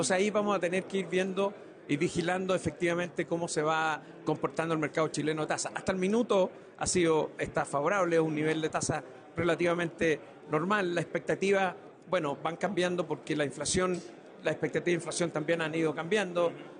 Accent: Spain; nosotros que somos españoles también

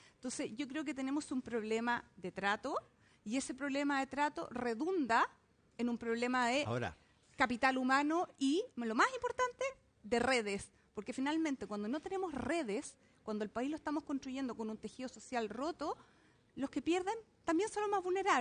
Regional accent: Puerto Montt, Los Lagos, Chile; moved away as an adult; Yo soy nacida y criada en Puerto Montt, viví hasta los 18 años en Puerto Montt

